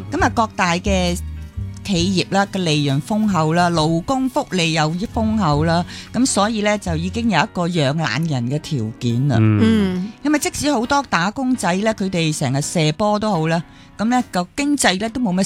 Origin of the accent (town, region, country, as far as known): Hong Kong